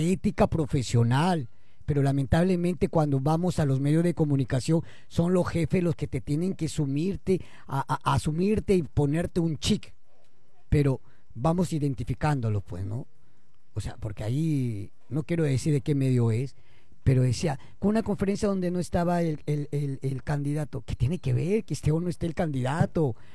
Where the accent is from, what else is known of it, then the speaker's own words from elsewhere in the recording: Peru; como peruano, vamos a exigir quien resulte presidente o presidenta que cumpla